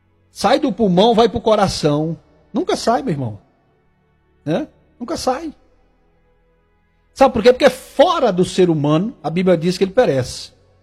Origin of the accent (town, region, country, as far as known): Tocantins, Brazil